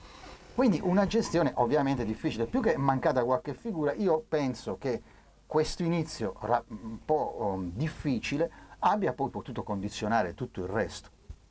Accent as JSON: {"language": "Italian", "town": "Taranto", "region": "Apulia", "country": "Italy", "said": "io sono Tarantino e sono orgoglioso della mia città"}